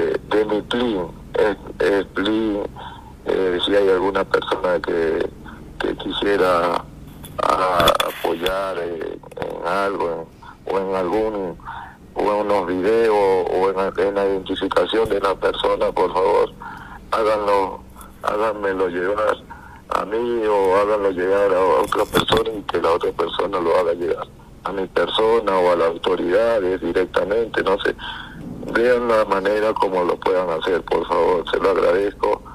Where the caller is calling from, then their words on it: Chalhuahuacho, Apurímac, Peru; Chalhuahuacho ha sido mi segunda casa